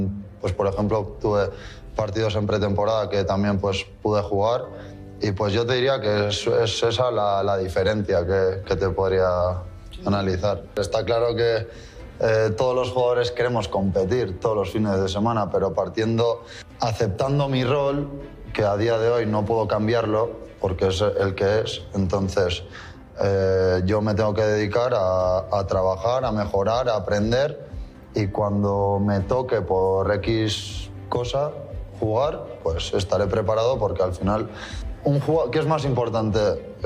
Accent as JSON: {"language": "Spanish", "country": "Mexico", "said": "Que el 90% de mis familiares son mexicanos, somos mexicanos."}